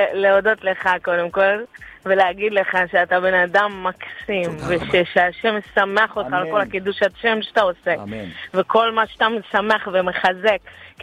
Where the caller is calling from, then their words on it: Ahisamakh, Central District, Israel; אני מאחיסמח